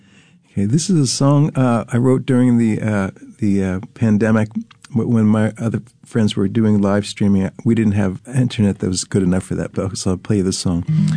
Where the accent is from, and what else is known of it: New Jersey, United States; born or raised there; moved away as an adult; also born or lived in Bethlehem, Pennsylvania / Easton, Pennsylvania